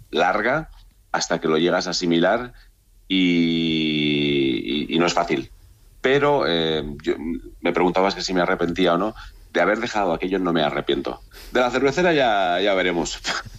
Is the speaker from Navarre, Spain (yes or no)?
no; Montemayor de Pililla, Castile and León, Spain; Sí, yo soy de Montemayor, sí.